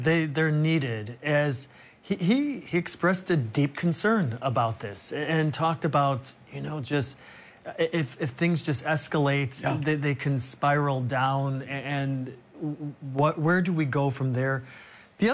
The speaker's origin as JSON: {"language": "English", "town": "Chicago", "region": "Illinois", "country": "United States", "said": "I come from Chicago, where deep dish and stuffed pizza and all"}